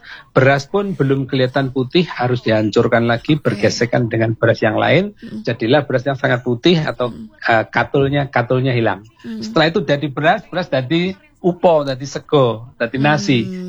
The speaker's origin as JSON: {"language": "Indonesian", "town": "Madiun", "region": "East Java", "country": "Indonesia", "tie": "born or raised there", "moved": "yes", "lives_now": "Malang, Indonesia", "said": "kita asli dari Madiun"}